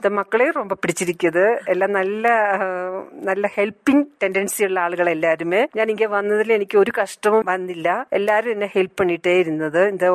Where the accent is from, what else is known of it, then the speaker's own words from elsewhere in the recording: Thrissur, Kerala, India; moved away as an adult; now in Ooty, India; என் சொந்த ஊர் திருஷூர். ஞா இங்கே வேலைக்காக ஊட்டி வந்திருக்கிறது. ஊட்டி வந்திட்டு 2 வருஷமாயி.